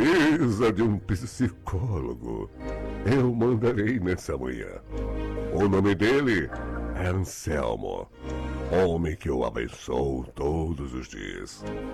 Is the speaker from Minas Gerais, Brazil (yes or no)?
no; Rio de Janeiro, Brazil; Deixa eu ver. Eu sou do Rio de Janeiro.